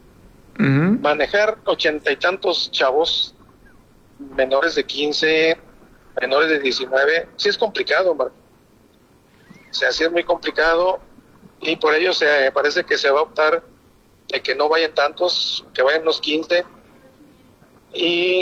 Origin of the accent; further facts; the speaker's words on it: Durango, Mexico; somos duranguenses y hay que estar pendiente con el equipo de Durango, equipo de casa